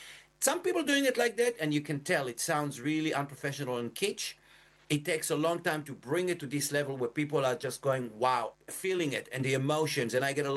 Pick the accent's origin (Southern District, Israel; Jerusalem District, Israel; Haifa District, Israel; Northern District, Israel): Southern District, Israel; Yad Mordechai; And I remembered something when I was growing up in Kibbutz Yad Mordechai.